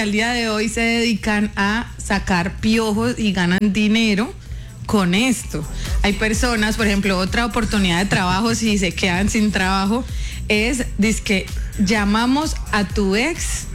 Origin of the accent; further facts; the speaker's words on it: Venezuela; De mi finca allá en Venezuela.